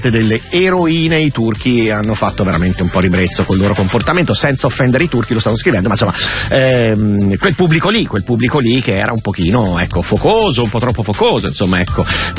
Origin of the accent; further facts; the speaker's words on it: Perugia, Umbria, Italy; Io vengo da Perugia dove insomma abbiamo una squadra pazzesca femminile